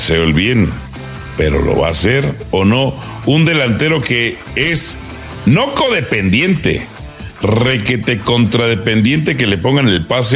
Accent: Guatemala; born there; Yo nací en Guatemala y ni la conozco, por ejemplo.

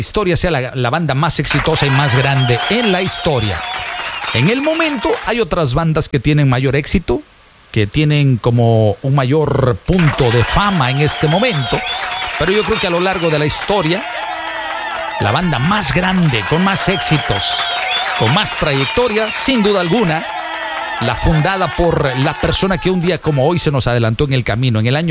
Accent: Veracruz, Mexico; soy de oro, soy jarocho.

